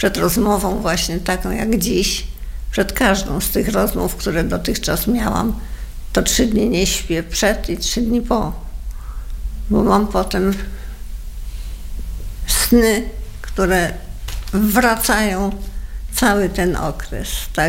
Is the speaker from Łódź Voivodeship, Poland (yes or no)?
yes; Łódź, Łódź Voivodeship, Poland; born there